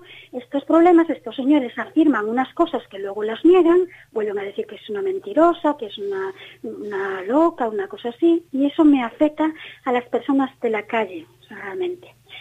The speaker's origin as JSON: {"language": "Spanish", "region": "Galicia", "country": "Spain", "said": "Mire, yo soy una persona gallega."}